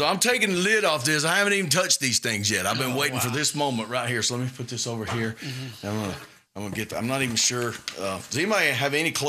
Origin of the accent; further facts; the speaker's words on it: Soso, Mississippi, United States; Y'all know I am from So-So, Mississippi.